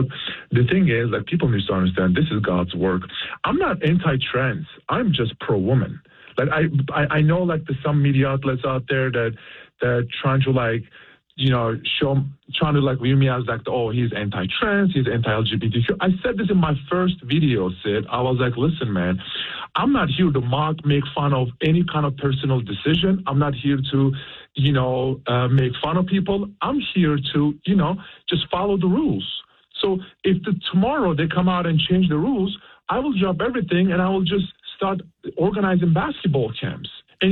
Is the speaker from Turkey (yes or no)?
yes; Turkey; You know, when I grew up in Turkey, I didn't have any of those. I didn't have freedom of speech, freedom of religion, freedom of expression.